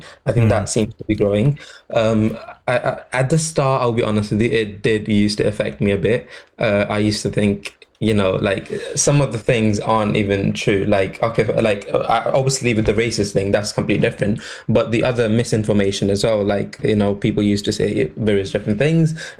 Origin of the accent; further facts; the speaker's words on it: United Kingdom; And I love being British, eating egg and fries, and the food is amazing.